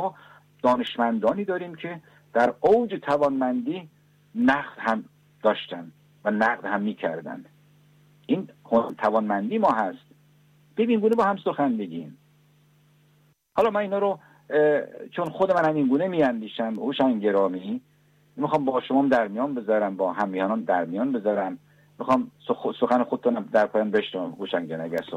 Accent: Iran; چرا؟ برای که ما همون ایرانی هستیم، میخوایم ایرانمون آباد کنیم.

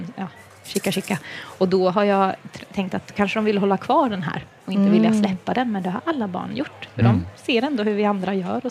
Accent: Värnamo, Jönköping County, Sweden; Ja, och jag är ju från Värnamo och då från Arkens pingstförsamling.

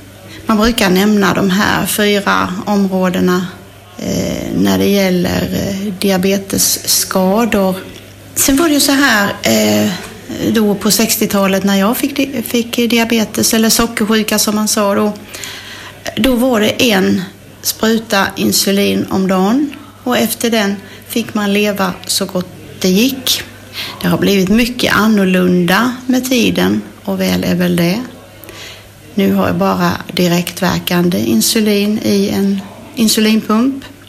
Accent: Blekinge, Sweden; born there; now in Ronneby, Sweden; Ja, jag är född utanför Mörrum i Blekinge. Vackra Blekinge, Sveriges trädgård. Har flyttat lite österut och bor nu i Ronneby.

